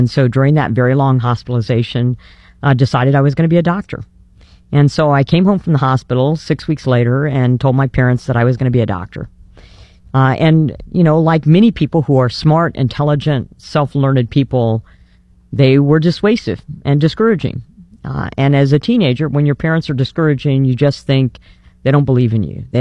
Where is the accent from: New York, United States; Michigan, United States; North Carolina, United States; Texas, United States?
Texas, United States; San Antonio; My dad was enlisted Air Force, mostly stationed in Lackland Air Force Base in San Antonio, Texas. So I grew up in Texas.